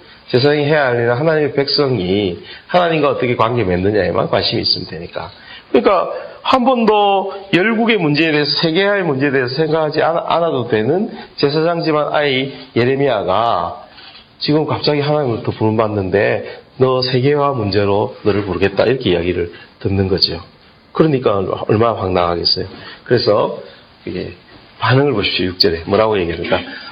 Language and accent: Korean; Gyeongsang, South Korea; 나는 경상도 사람으로서